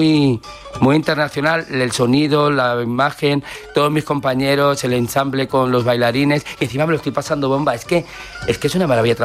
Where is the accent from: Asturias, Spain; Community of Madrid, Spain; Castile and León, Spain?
Community of Madrid, Spain; Madrid; soy madrileño y entiendo que me cogieran a mí para hacer ese anuncio porque más madrileño de pro que soy yo no hay nadie.